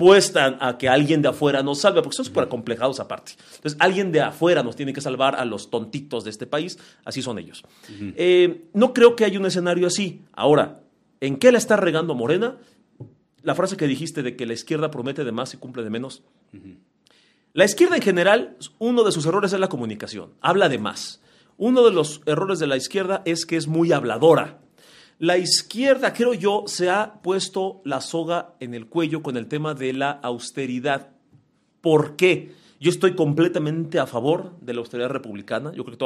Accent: Mexico

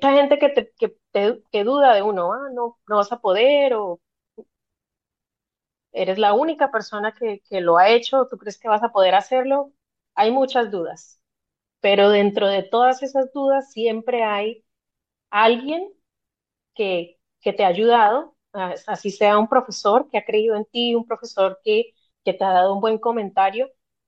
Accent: Colombia; moved away; also born or lived in Norwich, England; una persona que era más colombiana que yo

